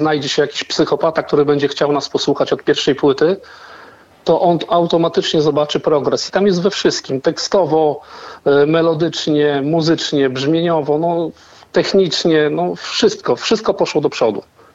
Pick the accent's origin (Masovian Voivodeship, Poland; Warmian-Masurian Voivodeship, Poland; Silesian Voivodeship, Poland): Warmian-Masurian Voivodeship, Poland; Kętrzyn; Ja jestem z Kętrzyna, także to jest jakieś 30 kilometrów od Węgorzewa. To jeden rejon.